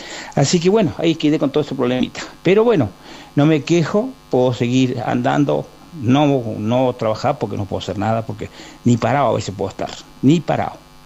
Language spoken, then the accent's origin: Spanish; Argentina; como buen argentino, como buen paisano